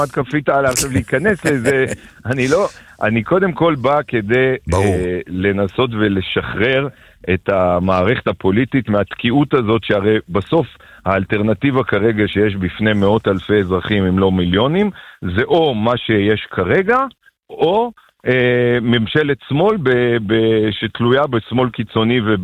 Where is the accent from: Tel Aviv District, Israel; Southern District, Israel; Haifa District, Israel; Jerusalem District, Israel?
Jerusalem District, Israel; Jerusalem; ואני שגדלתי בציונות הדתית ובישיבת נתיב מאיר בירושלים